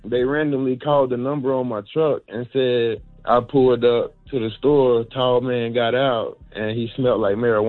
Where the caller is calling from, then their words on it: Charlotte, North Carolina, United States; from Charlotte.